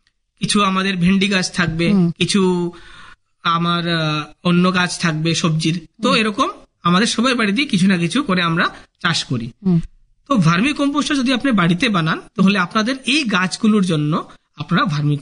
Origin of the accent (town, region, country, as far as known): India